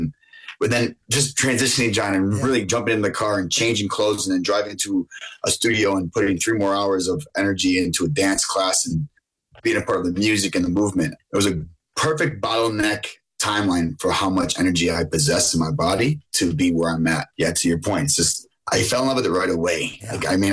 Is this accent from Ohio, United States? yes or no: no; Buffalo, New York, United States; born or raised there